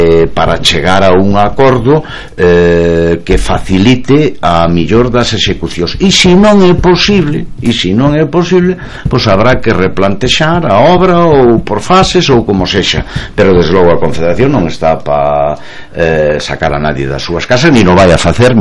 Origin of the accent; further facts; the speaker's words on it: Monforte de Lemos, Galicia, Spain; Pero, oiga, nos non somos os promotores, os interesados somos monfortinos, a corporación, o goberno municipal.